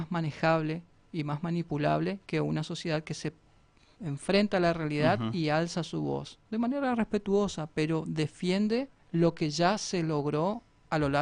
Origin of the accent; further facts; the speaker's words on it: Argentina